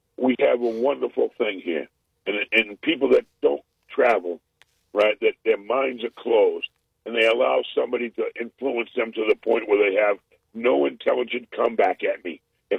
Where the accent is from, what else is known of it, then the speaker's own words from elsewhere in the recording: United States; I'm Native American